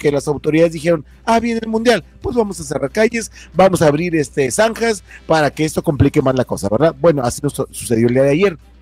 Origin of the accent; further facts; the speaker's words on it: Mexico; Como buen mexicano, salimos a las 3.